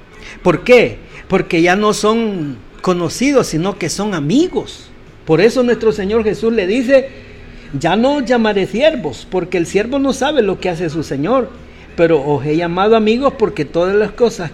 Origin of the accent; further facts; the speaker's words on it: Usulután, El Salvador; Venimos de Usulután, en El Salvador